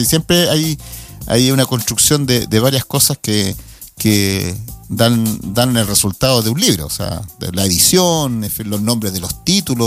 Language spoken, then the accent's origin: Spanish; Chile; porque el chileno no lee mucha poesía, no somos muy, aunque tenemos grandes poetas